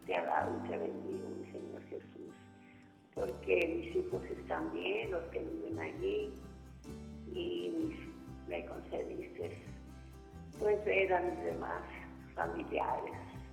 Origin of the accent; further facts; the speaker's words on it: Guadalajara, Jalisco, Mexico; moved away; Nos permitió ir a mi tierra, a Guadalajara, y a visitar a mi Madre Santísima de Zapopan, a ver a mis hijos que tengo allá